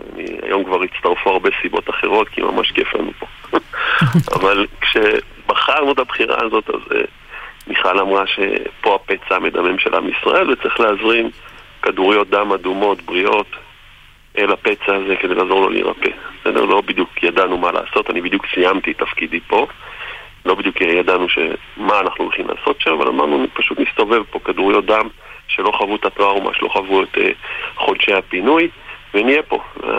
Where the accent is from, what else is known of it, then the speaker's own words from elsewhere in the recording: Tekoa, West Bank, Palestine; now in Sderot, Israel; בעצם אני כמעט נולדתי בתקוע וכל החיים שלנו שם בדיוק סיימנו לבנות בית בתקוע.